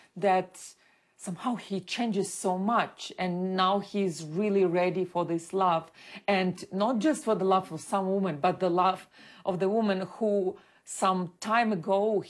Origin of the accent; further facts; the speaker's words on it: Ukraine; and I grew up in 2000s in Ukraine